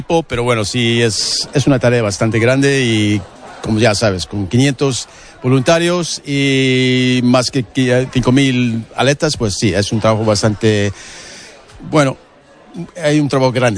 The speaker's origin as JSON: {"language": "Spanish", "country": "Canada", "tie": "born or raised there", "second_language": "Spanish", "moved": "as an adult", "lives_now": "Pontevedra, Spain", "said": "yo viví en Canadá toda mi vida y ahora estoy en Pontevedra hace 5 años y vivo aquí y soy de Pontevedra."}